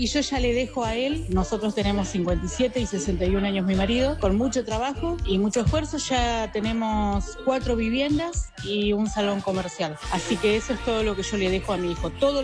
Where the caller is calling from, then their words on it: Santa Fe, Argentina; Hola Luis … de Santa Fe Capital.